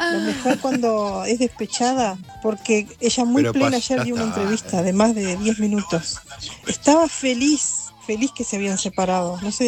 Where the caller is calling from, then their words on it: Uruguay; Te hablo de Uruguay.